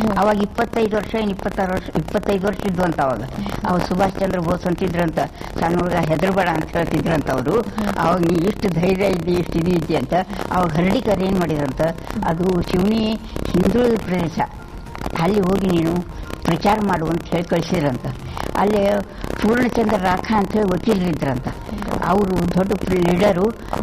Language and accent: Kannada; Lakkundi, Karnataka, India; born there; ನಾನು ಹುಟ್ಟಿದ್ದು 1921 ಗದಗ ತಾಲೂಕು ಲಕ್ಕುಂಡಿಯಲ್ಲಿ.